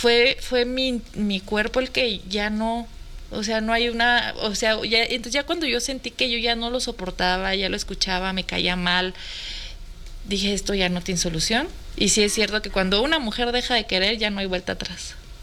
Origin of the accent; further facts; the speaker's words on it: Zinapécuaro, Michoacán, Mexico; Sinapecuaro, Michoacán.